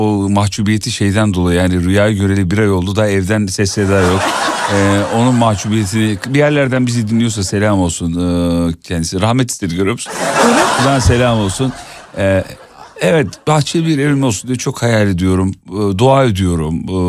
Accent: Sakarya, Turkey; Sakarya'da büyüdük yani, gider gelirdik.

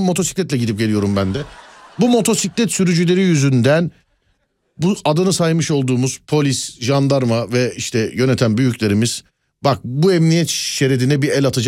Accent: Istanbul, Turkey; bir İstanbullu olarak

